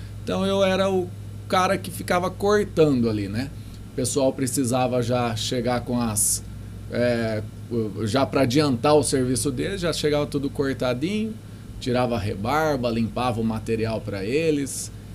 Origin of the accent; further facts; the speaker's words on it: Monte Alto, São Paulo, Brazil; eu nasci aqui em Monte Alto, em 1985. Hoje eu tenho 41 anos, né? Sempre morei lá no Jardim Santana